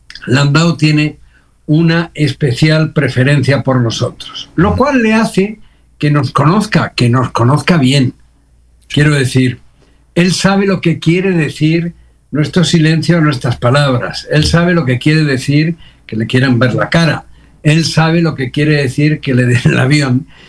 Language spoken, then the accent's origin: Spanish; Mexico